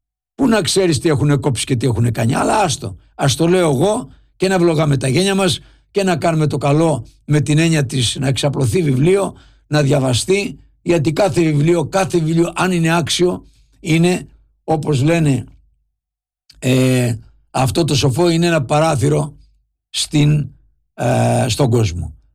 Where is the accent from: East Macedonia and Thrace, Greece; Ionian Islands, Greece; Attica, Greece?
Ionian Islands, Greece; Lefkada; Κατεβαίνω από τη Λευκάδα, από το χωριό μου, για να πάει κανείς σε αυτό το χωριό που είμαι εγώ, είναι όλο βουνά, έλατα.